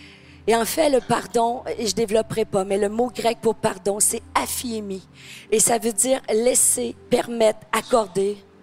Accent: Quebec, Canada; quand nous, les Québécois, on était complètement fous avec la COVID.

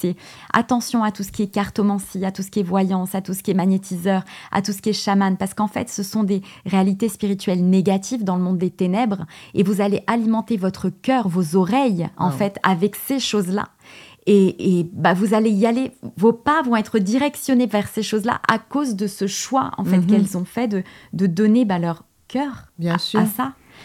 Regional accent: Portugal; Parce que je suis portugaise.

